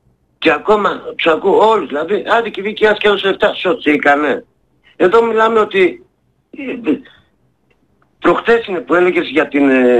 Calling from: Aiginio, Central Macedonia, Greece; Καταγωγή μου από το Αιγίνιο Πιερίας.

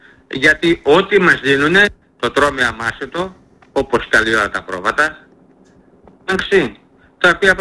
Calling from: Greece

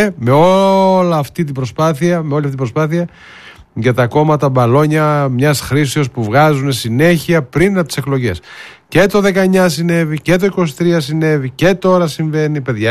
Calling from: Chalcis, Central Greece, Greece; από Χαλκίδα.

